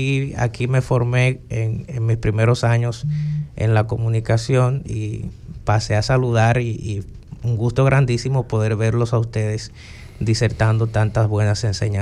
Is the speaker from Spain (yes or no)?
no; Dominican Republic; Yo soy egresado de la Universidad Central del Este. Soy de aquí.